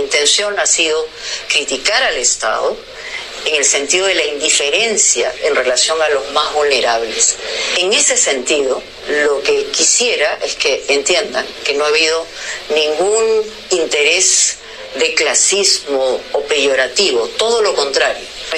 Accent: Peru; me duele como peruana

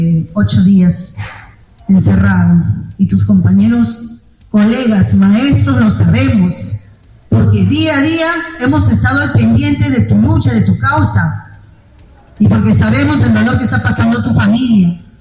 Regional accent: Lima, Peru; porque soy de Lima

